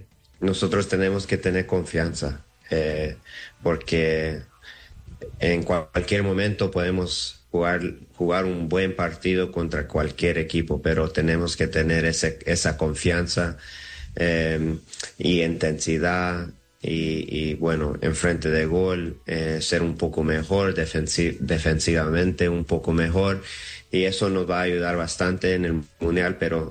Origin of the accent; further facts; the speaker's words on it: Los Angeles, California, United States; also born or lived in Seattle; Yo nací en Los Ángeles, me crecí ahí, 18 años y me fui al colegio, a la universidad en Seattle y ahí me quedé otros 12, 13 años ahí en Seattle.